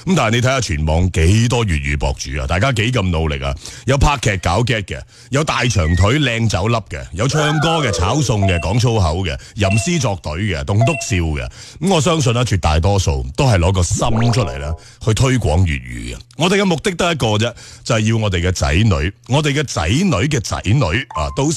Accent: Guangdong, China

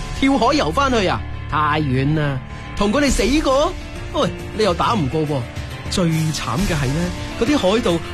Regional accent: Guangdong, China; 呢一句说话体现出我哋广东人好务实、好拼搏嘅精神。

